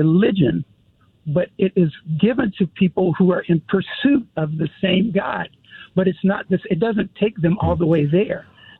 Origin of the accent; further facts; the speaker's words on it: New York, United States; born there; I was born in New York.